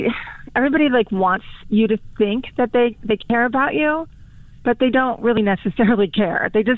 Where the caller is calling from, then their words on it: Florida, United States; No, I'm actually from Florida.